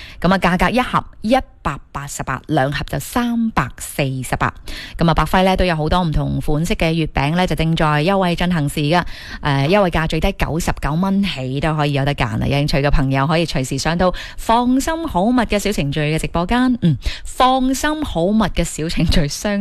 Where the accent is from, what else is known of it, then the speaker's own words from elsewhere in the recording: Guangdong, China; 我呢个会唔会都系我哋广东人嗰种 DNA 里边带出嚟嘅嗰种操作啊？